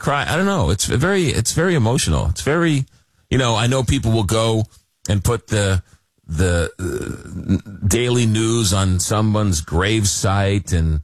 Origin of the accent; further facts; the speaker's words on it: Long Island, New York, United States; I was growing up in Long Island, taking the Long Island Railroad into Penn Station.